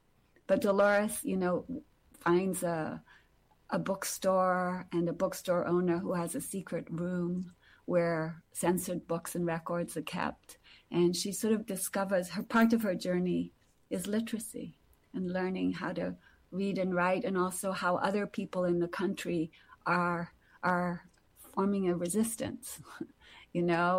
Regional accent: Brazil; I think growing up in Brazil, which is a country full of inequalities

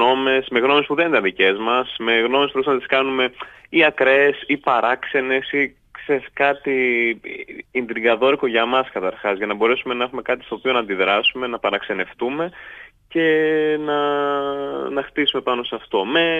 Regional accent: Greece; αυτά που κάνουμε ως Έλληνες

